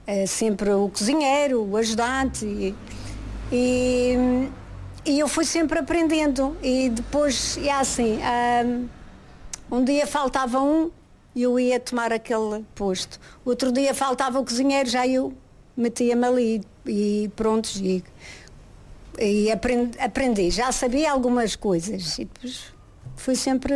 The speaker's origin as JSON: {"language": "Portuguese", "town": "São Vicente", "region": "Madeira", "country": "Portugal", "tie": "born or raised there", "moved": "yes", "lives_now": "Lisbon, Portugal", "said": "Eu sou natural da Madeira, São Vicente, e antes de vir para Lisboa estive no estrangeiro, só depois é que regressei para Lisboa."}